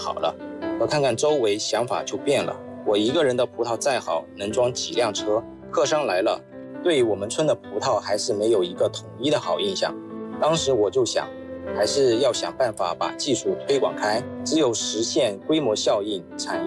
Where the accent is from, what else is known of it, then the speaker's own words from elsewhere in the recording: Jiaxing, Zhejiang, China; moved away as an adult; also born or lived in Harbin / Shanghai; 加上我自小在农村长大，骨子里对土地、对农村有种特别的热爱。2019年，我下定决心辞职，选择另一种活法，回乡投身农业。我们村是远近闻名的葡萄村